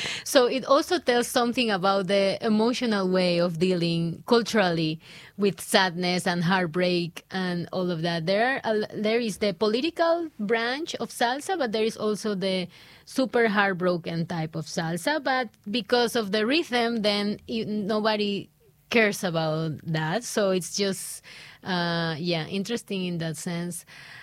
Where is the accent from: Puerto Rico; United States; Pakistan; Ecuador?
Ecuador; English is a second language; now in Budapest, Hungary; Budapest is kind of a silent in comparison with my hometown, silent city. So it's not that you listen to music everywhere. In Ecuador, sometimes you can find a speaker in the toilet.